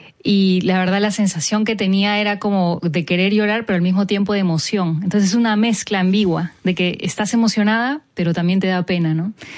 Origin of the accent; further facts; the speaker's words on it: Trujillo, La Libertad, Peru; Sí, nací lejos. Soy de la costa peruana. Soy de Trujillo.